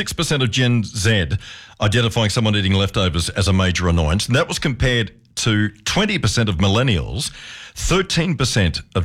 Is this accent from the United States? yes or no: no; Australia; And I just love being an Aussie for all those reasons. I really do. We live in this great country of ours.